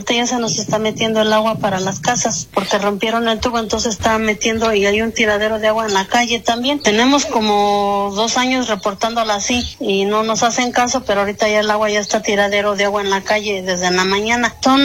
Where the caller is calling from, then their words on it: Mexico; Somos de aquí de San Pedrito el Puyeca, en Avenida La Cantera sin número.